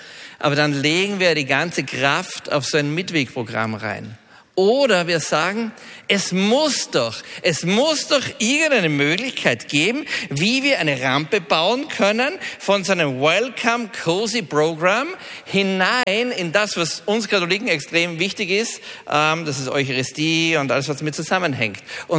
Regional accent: Austria; ich bin auch aus Österreich. … bin Unternehmer in Salzburg

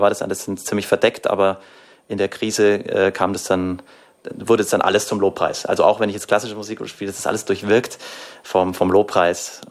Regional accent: Bavaria, Germany; accent: Upper Palatinate dialect (Oberpfälzisch); first language Upper Palatinate dialect (Oberpfälzisch); Meine Mama kommt aus der Oberpfalz. Oberpfälzisch ist meine Muttersprache.

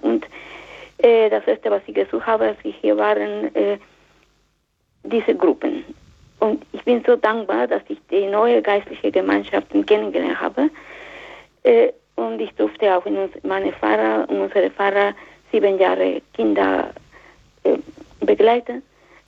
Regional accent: Mexico; German is a second language; now in Germany; Zuerst, Sie haben schon an meinen Akzent gemerkt, ich komme aus Mexiko. Ich wohne aber mehr als die Hälfte meines Lebens hier in Deutschland.

